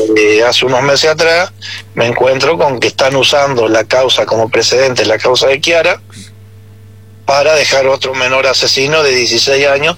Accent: Rufino, Santa Fe, Argentina; born there; now in Alvear, Argentina; nosotros nacimos en Rufino, Santa Fe, con mis hermanas.

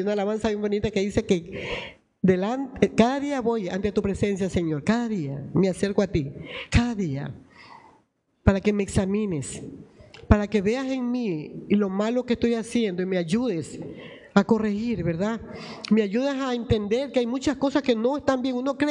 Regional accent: Guayaquil, Guayas, Ecuador; born there; Usted dígale gracias porque nací en Guayaquil. Nunca reniegue donde nació. A mí me ruegan que me vaya a vivir a otro país.

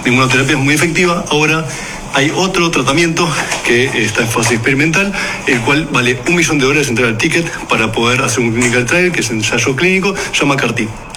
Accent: Uruguay

